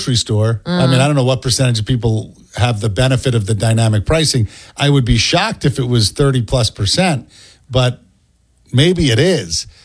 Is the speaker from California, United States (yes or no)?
no; Rhode Island, United States; You know, this my home state, I love it. Rhode Island is the best.